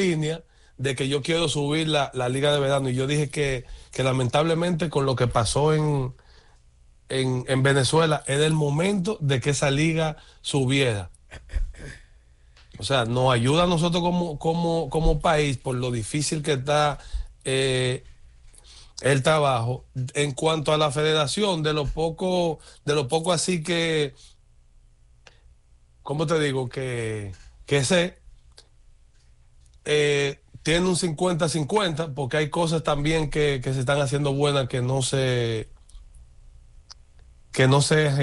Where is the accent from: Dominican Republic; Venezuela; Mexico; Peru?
Dominican Republic; now in United States; yo creo que como dominicano